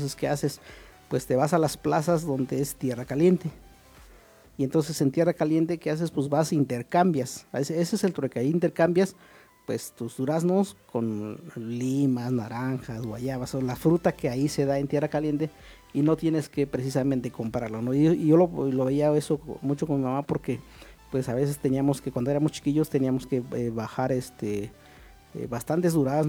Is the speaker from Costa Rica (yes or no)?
yes; Santa Lucía, Puntarenas, Costa Rica; Santa Lucía, Monteverde.